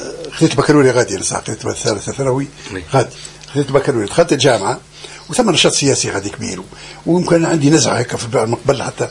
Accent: southern Tunisia, Tunisia; moved away as an adult; also born or lived in France; بالنسبة لي أنا من الجنوب هنا

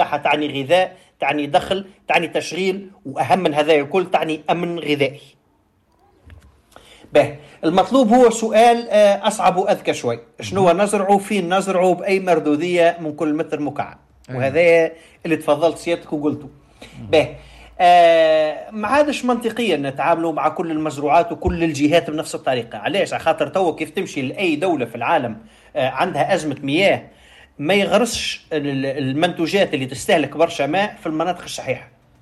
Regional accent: Tunisia; في تونس عدنا

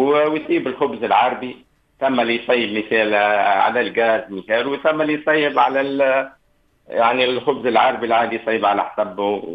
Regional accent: Kebili, Kebili Governorate, Tunisia; من أصيل منطقة قبلي، وبالتحديد الرابطة.

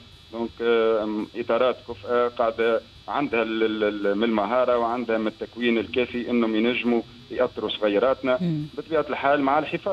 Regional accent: Tunisia

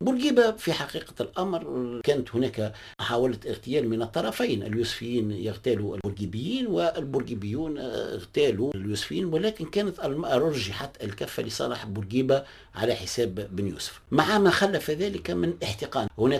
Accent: Bizerte, Bizerte Governorate, Tunisia; خطر أنا ابن مدينة بنزرت، معناها ابن الولاية،

